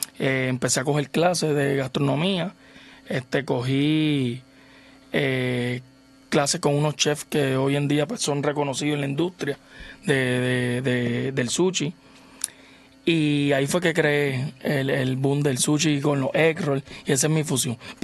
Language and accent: Spanish; Levittown, Toa Baja, Puerto Rico; Fui criado, como quien dice, en Levittown, Toa Baja.